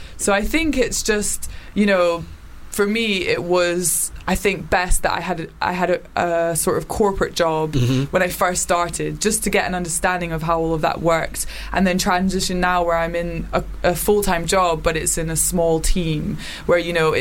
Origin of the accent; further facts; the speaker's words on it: Edinburgh, Scotland, United Kingdom; now in London, United Kingdom; I'm not from London, so I grew up in Edinburgh. Well, mm-hmm. I moved around a lot, but I went to high school in Edinburgh.